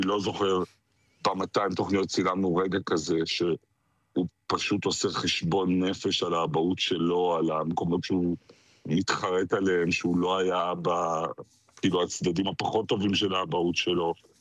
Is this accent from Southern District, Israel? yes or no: no; Ramat Gan, Tel Aviv District, Israel; אני רמת גני. הייתה ספרייה קטנה ברחוב החיצון, שזה גם אחלה שם ברמת גן